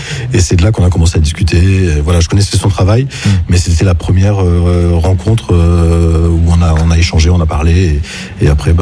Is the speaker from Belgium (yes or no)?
no; Montpellier, Occitanie, France; born there; c'est la première fois qu'il vient à Montpellier, qui est ma ville natale.